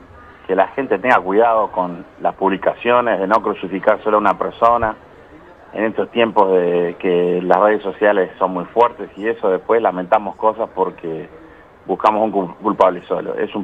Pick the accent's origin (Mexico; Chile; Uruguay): Uruguay; Nos duele, sí, por supuesto, como uruguayos